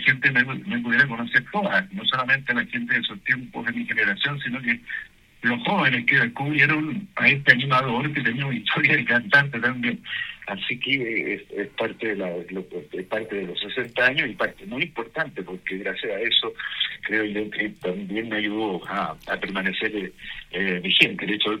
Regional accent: Chile; estoy contento de lo que ha pasado en Chile conmigo, he sido profeta en mi tierra

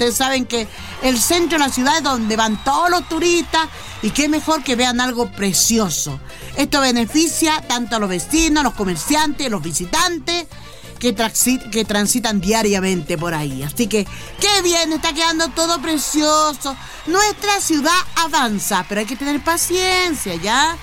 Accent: Calama, Antofagasta, Chile; Nuestra ciudad de Calama.

